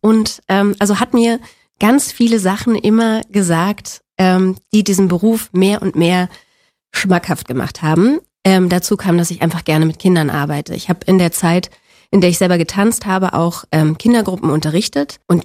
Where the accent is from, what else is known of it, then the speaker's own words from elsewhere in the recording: Berlin, Germany; ich bin in Spandau groß geworden.